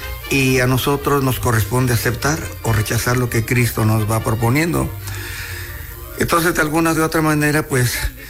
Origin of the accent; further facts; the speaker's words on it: Salvatierra, Guanajuato, Mexico; soy de Salvatierra, Guanajuato, y ahí nací, ahí estuve hasta toda mi infancia, hasta la primaria nada más, ¿verdad?